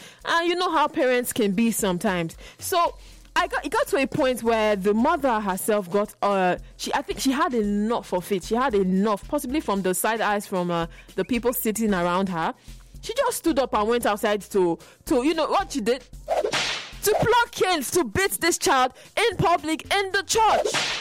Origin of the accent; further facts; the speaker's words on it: Nigeria; as a Nigerian